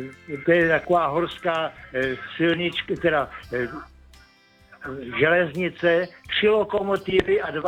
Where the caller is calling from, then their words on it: Ústí nad Labem Region, Czechia; z Českého Švýcarska.